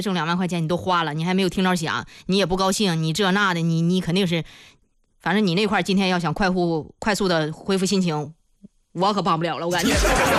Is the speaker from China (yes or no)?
yes; Zhengding, Hebei, China; 作为河北正定人啊，正定还是我的老家